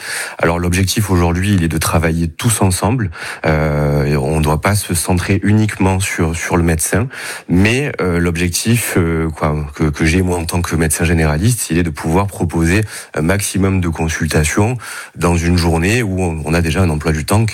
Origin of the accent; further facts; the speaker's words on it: Martigues, Provence-Alpes-Côte d'Azur, France; born there; Bon, je suis né à Martigues, je travaille sur Martigues